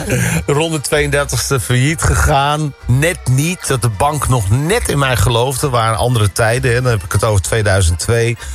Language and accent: Dutch; Purmerend, North Holland, Netherlands; Nee, ik kom uit Purmerend. Ik heb in Amsterdam op school gezeten.